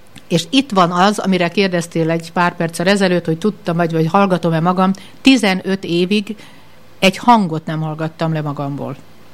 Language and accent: Hungarian; Hungary; first language Hungarian; moved away as an adult; also born or lived in Germany; Igen, de én magyar vagyok. Amíg élek, az is maradok.